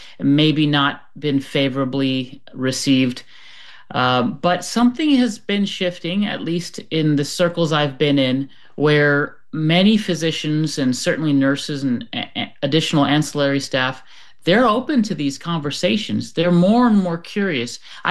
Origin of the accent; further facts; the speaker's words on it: Florida, United States; born there; Mom from France, and my dad from Pakistan. And when they got together, they moved to America for the American dream, and that's where I was born in Florida.